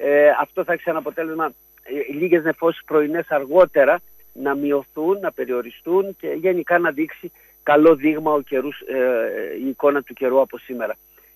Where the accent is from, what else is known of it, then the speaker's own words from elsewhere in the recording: Fourfouras, Crete, Greece; είναι από εκεί από τα μέρη μου στο Φουρφουράο